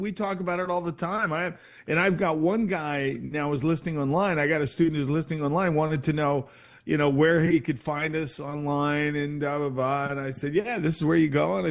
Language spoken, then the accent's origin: English; Iowa, United States; moved away; I grew up in Iowa. Lacrosse to us was a city in Wisconsin.